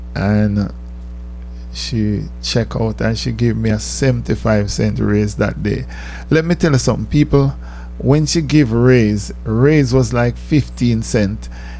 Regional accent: Jamaica; moved away as an adult; it's because I'm Jamaican. Yeah, I know you all believe that I come on this banana boat, but let me tell you something. I came on a plane to this country.

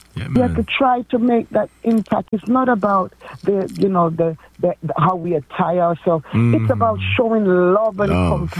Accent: Jamaica; moved away; I remember growing up in Jamaica, I used to go to the poor house.

